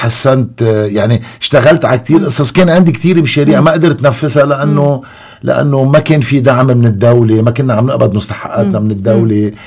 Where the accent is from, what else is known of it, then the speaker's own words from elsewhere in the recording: Abra, South Governorate, Lebanon; كان عندي هدف انه حسن ضيعتي حسن حياه اهل عبره. مش ضيعتي عبره وعبره جديده يعني ما في فرق, كلنا ضيعه كبيره.